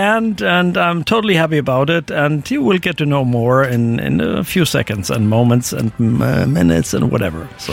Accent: Griesheim, Hesse, Germany; from Griesheim, near to Darmstadt.

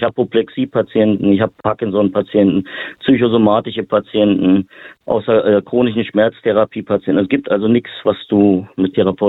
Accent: Berlin, Germany; ich komme aus Berlin

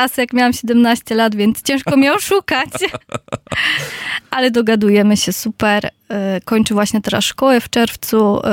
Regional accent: Boguszów-Gorce, Lower Silesian Voivodeship, Poland; now in Germany; Z Dolnośląskiego, Boguszów Gorce, najwyżej położony rynek w Europie.

